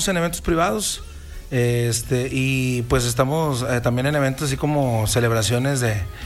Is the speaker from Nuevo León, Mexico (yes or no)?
yes; San Pedro Garza García, Nuevo León, Mexico; Ahí venimos desde San Pedro Garza García, ahí en Lomas de Tampiquito